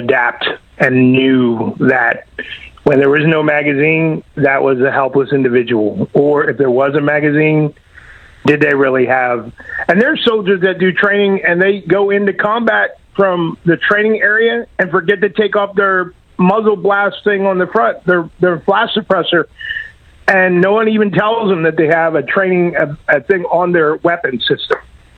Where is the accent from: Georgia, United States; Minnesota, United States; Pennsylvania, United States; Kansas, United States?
Pennsylvania, United States